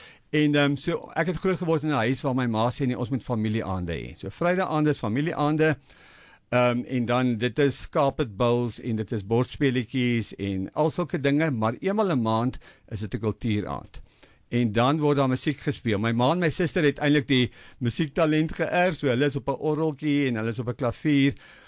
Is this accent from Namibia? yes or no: no; Heidelberg, Gauteng, South Africa; ek het groot geword in Heidelberg, wat nou Gauteng is. Dit was Heidelberg Transvaal.